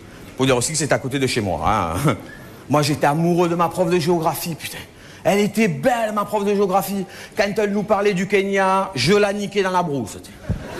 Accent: France; « Oui, on va vous faire la cuisine, on est français, vous inquiétez pas, laissez-nous faire, tout ça.

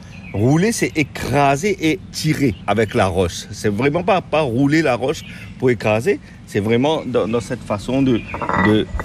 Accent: Mauritius; born there; Moi je suis né sur Lille et travaillé pendant une trentaine d'années en cuisine à Maurice.

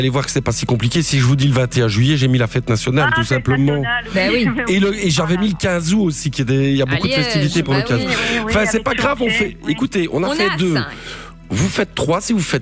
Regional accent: Herve, Wallonia, Belgium; Et je viens de Herve, moi.

